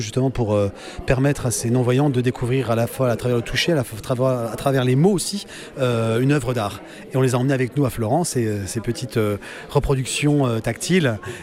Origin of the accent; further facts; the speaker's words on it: Nancy, Grand Est, France; Alors, je suis de Nancy